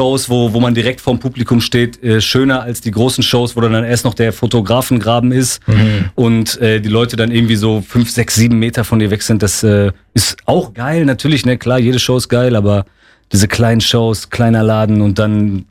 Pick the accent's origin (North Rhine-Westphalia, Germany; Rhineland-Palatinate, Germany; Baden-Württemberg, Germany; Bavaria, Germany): North Rhine-Westphalia, Germany; Werl; also born or lived in Unna; Wenn du so willst, komme ich aus Unna, weil ich bin in Unna geboren und meine ersten 5 Lebensjahre habe ich dort verbracht. Danach bin ich aber nach Werl gezogen, habe da meine ganze Jugend verbracht.